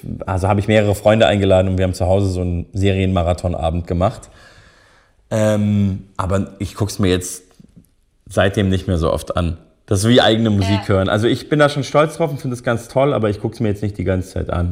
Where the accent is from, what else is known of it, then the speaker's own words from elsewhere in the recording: Munich, Bavaria, Germany; in München, ich komme ja auch aus München, in meiner Heimatstadt